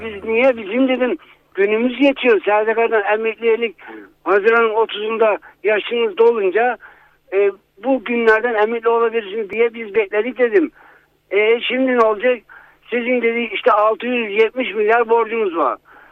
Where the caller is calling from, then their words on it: Manisa, Turkey; Manisa'dan arıyorum